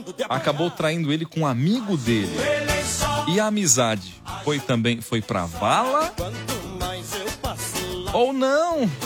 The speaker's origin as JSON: {"language": "Portuguese", "region": "Rondônia", "country": "Brazil", "said": "Bom dia, não fala meu nome, mas sou de Rondônia."}